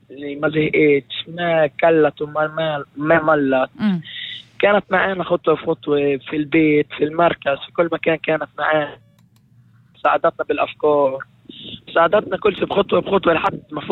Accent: Jerusalem, Palestine; أنا من القدس.

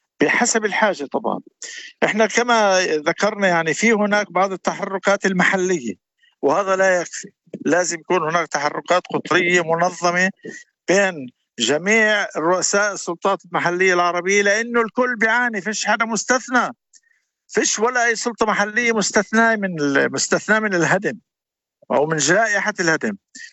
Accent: Israel; كمجتمع عربي بأكمله من النقب للجليل

